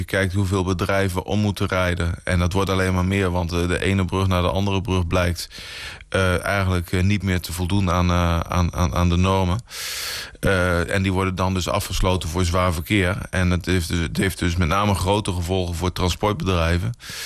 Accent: IJsselmuiden, Overijssel, Netherlands; moved away as an adult; also born or lived in Kampen; now in Blokzijl, Netherlands; Ik ben in IJsselmuiden geboren en opgegroeid. En toen ik getrouwd ben, heb ik een paar jaar in Kampen gewoond. Nou, 12 jaar. En nu ondertussen bijna 5 jaar in Blokcel.

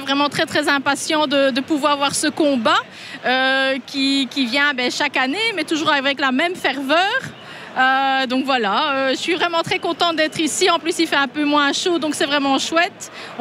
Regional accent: Saint-Ghislain, Wallonia, Belgium; Alors je viens de Saint-Guilain.

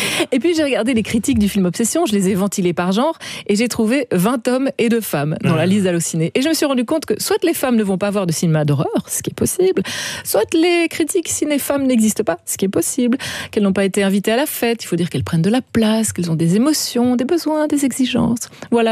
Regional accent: Limelette, Wallonia, Belgium; je venais de Limelette.

